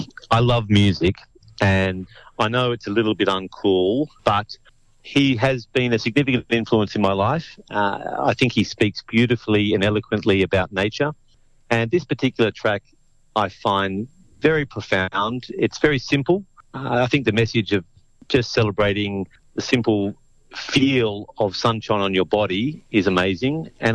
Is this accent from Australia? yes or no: yes; New South Wales, Australia; born there; My grandfather built that cottage that I was born in on the Lane Cove River, but it was isolated and remote and full of ticks and all those type of things.